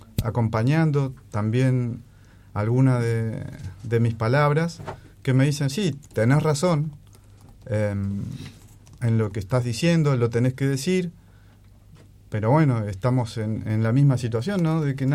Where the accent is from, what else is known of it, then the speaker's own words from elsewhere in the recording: Ushuaia, Tierra del Fuego, Argentina; born there; also born or lived in Córdoba; Desde muy pequeño, yo me crié en Ushuaia, vivo desde los 11 años